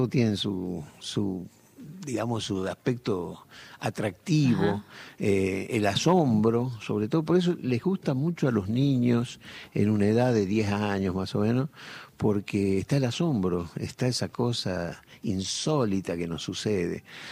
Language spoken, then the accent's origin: Spanish; Ledesma, Jujuy, Argentina; Yo me crié en Ledesma. En Ledesma, como ustedes saben, hace mucho calor y la gente hasta altas horas de la noche conversa en las veredas.